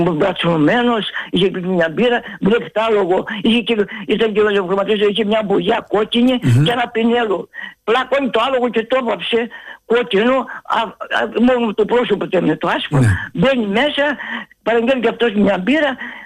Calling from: Athens, Attica, Greece; από Παγκράτη.

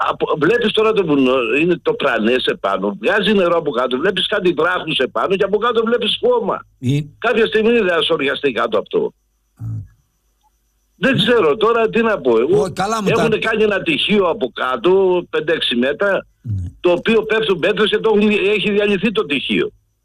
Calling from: Western Greece, Greece; Δεν είμαι μέσα από τα Καλάβρητα, είμαι πιο έξω, κάποια 30 χιλιόμετρα. Προς το Λάδωνα

